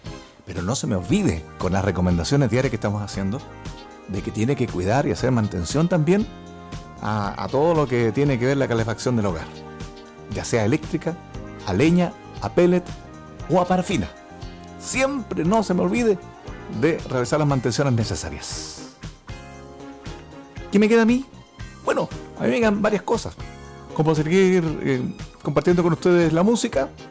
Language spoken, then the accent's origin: Spanish; Chile; no sé porque soy chileno o no, pero dejo de trabajar porque ya sé que si me pongo o me mentalizo que voy a terminar lo que estoy haciendo